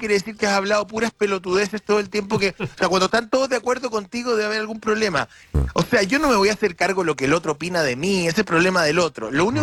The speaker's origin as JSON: {"language": "Spanish", "country": "Chile", "said": "Yo soy orgullosamente chileno, orgullosamente chileno."}